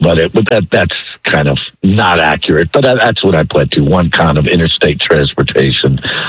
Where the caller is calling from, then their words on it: Clearwater, Florida, United States; Clearwater.